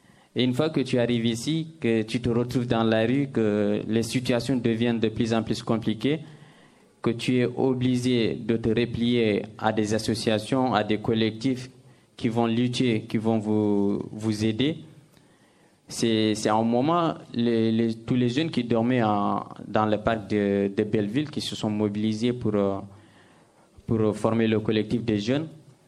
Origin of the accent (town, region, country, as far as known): Senegal; moved away